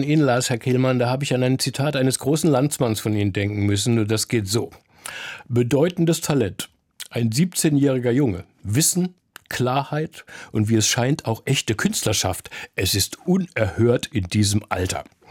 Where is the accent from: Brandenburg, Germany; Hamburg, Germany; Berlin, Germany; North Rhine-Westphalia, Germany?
Berlin, Germany; als Berliner